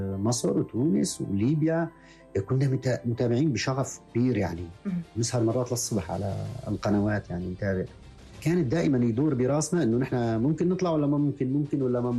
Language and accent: Arabic; Libya; رجل بسيط، ما قبل 2011 كنت رجل بسيط، كنت في فترة مع أهلي في ليبيا، طفولتي كلها كانت في ليبيا.